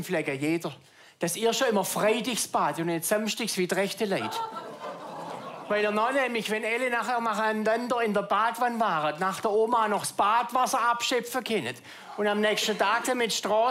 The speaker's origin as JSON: {"language": "German", "region": "Baden-Württemberg", "country": "Germany", "said": "Bei uns im Schwabenland wird so gekehrt, so wie es Natur nachgeweht hat."}